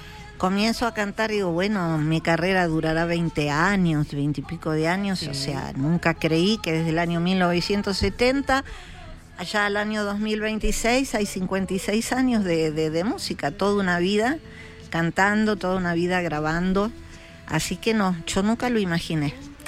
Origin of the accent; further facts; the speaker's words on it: Paso del Rey, Buenos Aires Province, Argentina; Yo crecí en un pueblo en Paso del Rey, que queda más o menos a 30 kilómetros de la ciudad de Buenos Aires.